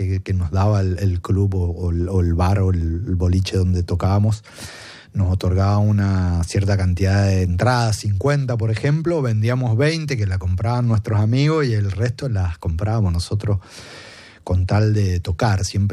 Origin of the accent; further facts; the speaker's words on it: Argentina; moved away as an adult; now in France; como todo argentino, como todo latino